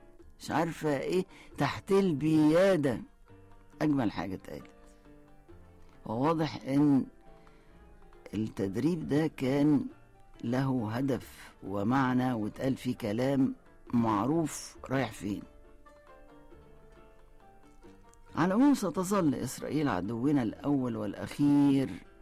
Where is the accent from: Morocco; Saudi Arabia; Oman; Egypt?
Egypt